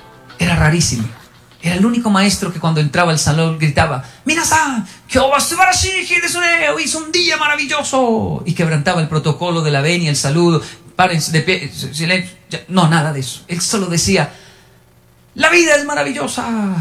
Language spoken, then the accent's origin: Spanish; Colombia; also born or lived in Japan; Yo debería ser así, que soy latino, colombiano